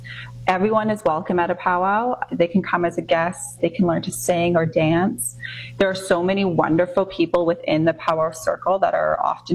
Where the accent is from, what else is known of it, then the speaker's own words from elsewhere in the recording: Manitoba, Canada; from Nisitchewasik Cree Nation, and I'm the founder and producer of NextGen.